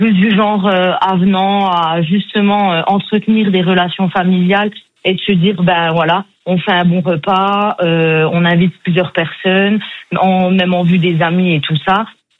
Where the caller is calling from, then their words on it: Bourgogne-Franche-Comté, France; De Panchéba, dans le 70.